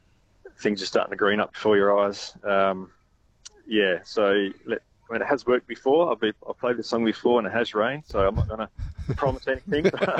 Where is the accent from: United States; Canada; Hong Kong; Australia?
Australia; Western Australia; I'm from the Eastern Wheat Belt, so, and most farmers probably understand that after a dry spell, we're certainly just anticipating and looking forward to the next good drop.